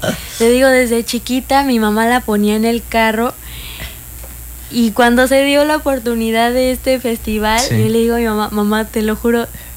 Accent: Mexico

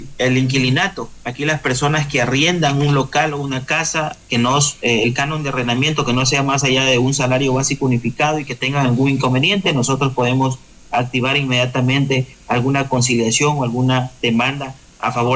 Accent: Ecuador

